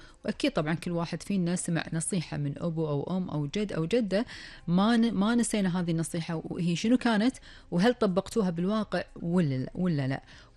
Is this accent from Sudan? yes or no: no; Kuwait; راح نتكلم عن آخر أخبار ديرتنا الحبيبة الكويت وآخر المستجدات